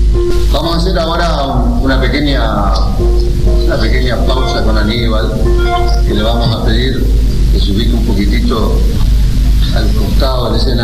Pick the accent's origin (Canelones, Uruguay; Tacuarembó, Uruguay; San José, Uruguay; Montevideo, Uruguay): Montevideo, Uruguay; Y nosotros que somos del puerto, porque soy del puerto de Montevideo